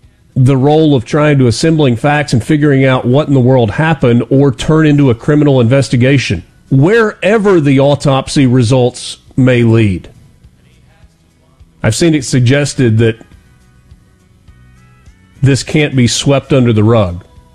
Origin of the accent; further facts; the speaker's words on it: Oxford, Mississippi, United States; Maybe closer to 400 miles north of Ocean Springs in Oxford, which is my hometown.